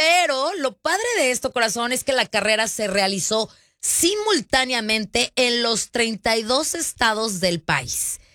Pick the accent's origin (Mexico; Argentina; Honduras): Mexico; Sí, sí, somos unos mexicanos, ¿a poco no?